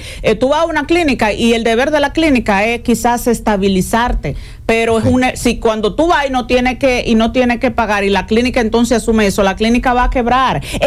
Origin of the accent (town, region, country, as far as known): Dominican Republic